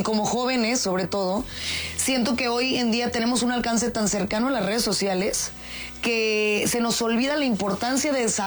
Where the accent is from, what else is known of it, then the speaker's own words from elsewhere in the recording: Celaya, Guanajuato, Mexico; moved away as an adult; Mira, Flor, te voy a contar un poquito de mí. Yo nací en Celaya, Guanajuato. Ajá. Yo soy provinciana orgullosa y me encanta mi ciudad. Salí de ahí a los 18 años por necesidad